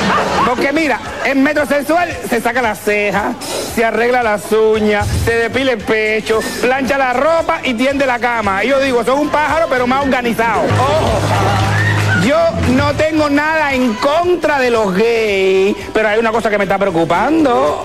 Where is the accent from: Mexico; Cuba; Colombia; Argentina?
Cuba; moved away; De donde yo vengo, de mi pool, de mi patria, de mi Cuba